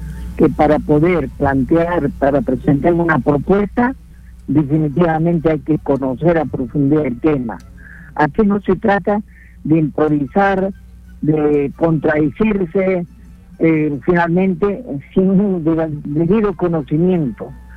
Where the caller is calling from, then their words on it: Huamanga, Ayacucho, Peru; de Huamanga, Ayacucho.